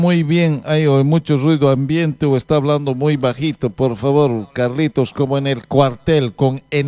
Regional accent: Llallagua, Potosí, Bolivia; moved away; la vivencia de mi natal Yayagua, de donde es originario este servidor

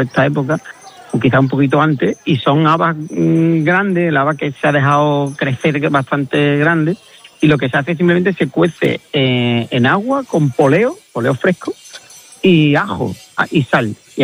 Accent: Andalusia, Spain; y en mi tierra, por la parte que decías tú, Ana, muy bien, que mi pueblo está a 40... Yo digo que Villarreal está a 40 kilómetros de todo, porque está a 40 kilómetros de Huelva capital, está a 45 de Sevilla

